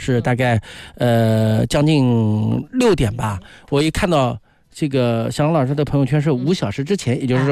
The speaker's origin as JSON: {"language": "Chinese", "town": "Nanjing", "region": "Jiangsu", "country": "China", "said": "我们南京话"}